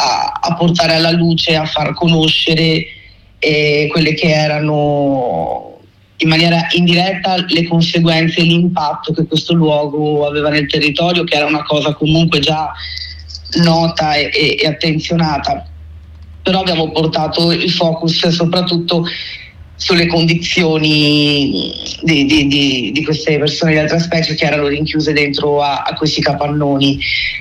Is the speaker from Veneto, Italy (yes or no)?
yes; Veneto, Italy; moved away; vengo dal Veneto, ho conosciuto il mio compagno che abitava qui vicino